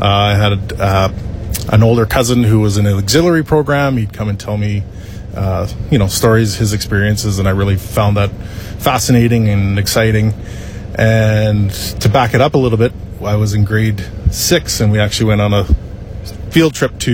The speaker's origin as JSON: {"language": "English", "town": "Paddockwood", "region": "Saskatchewan", "country": "Canada", "tie": "born or raised there", "said": "I grew up in Paddockwood, Saskatchewan, so just north of PA."}